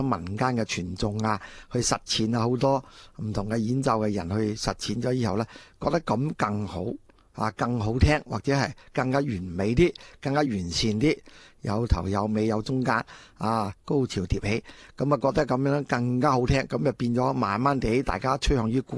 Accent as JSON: {"language": "Cantonese", "region": "Guangdong", "country": "China", "said": "我估计广东音乐都应该有呢种我哋岭南人嘅特性喺度。"}